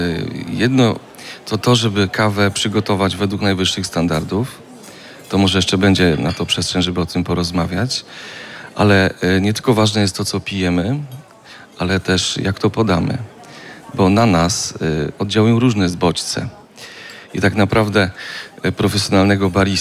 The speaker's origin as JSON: {"language": "Polish", "region": "Lesser Poland", "country": "Poland", "tie": "born or raised there", "said": "Pochodzę z małej miejscowości koło Święcimia."}